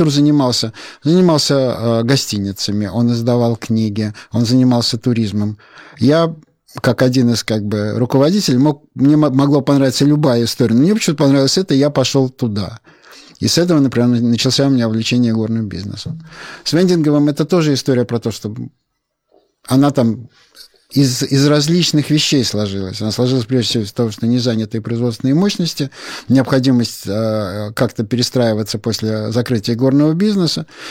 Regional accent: Saint Petersburg, Russia; now in Moscow, Russia; я как питерский человек

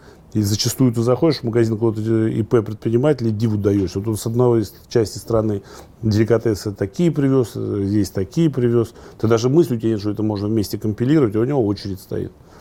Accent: Oryol, Oryol Oblast, Russia; Это в Орле, да. И уже такой бизнес мы построили там

